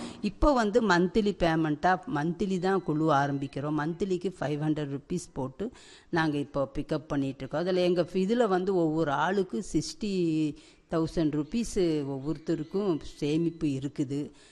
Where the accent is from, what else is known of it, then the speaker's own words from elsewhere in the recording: Pollachi, Tamil Nadu, India; நாங்கள் பொள்ளாச்சி தான்.